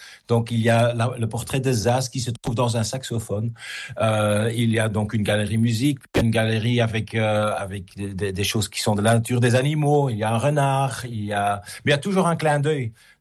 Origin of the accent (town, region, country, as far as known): Belgium